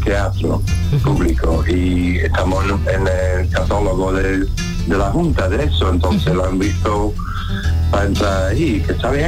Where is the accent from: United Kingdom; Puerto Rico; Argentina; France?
United Kingdom; Scotland; Spanish is a second language; moved away as an adult; now in Spain; yo soy escocés, yo soy de Escocia.